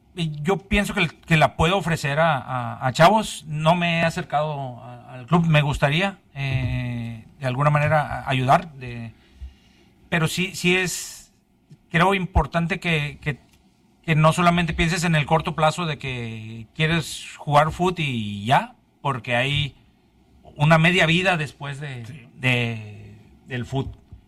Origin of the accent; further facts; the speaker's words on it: San Nicolás de los Garza, Nuevo León, Mexico; Ahí soy, sí. Por eso, digo, y soy de barrio porque pues vengo de San Nicolás, sí, de Las Puentes. De ahí soy.